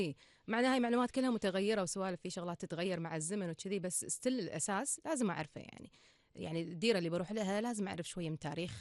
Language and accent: Arabic; Kuwait